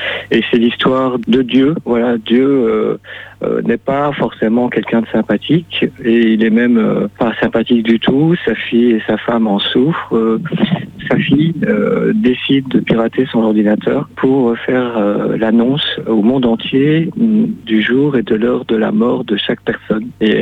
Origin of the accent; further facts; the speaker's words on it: Wallonia, Belgium; Eh bien, je suis belge moi-même. Je suis de la région liégeoise.